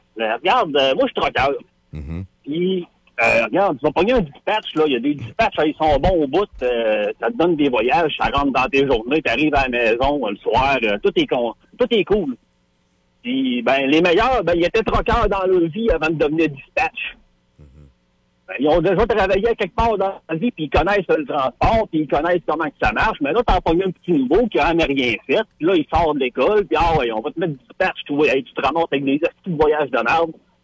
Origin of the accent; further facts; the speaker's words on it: Quebec, Canada; born there; also born or lived in Loretteville, Quebec City / Beauce; je suis né à Québec, je suis né à Loretteville. J'ai grandi au Saguenay, j'ai grandi dans la Beauce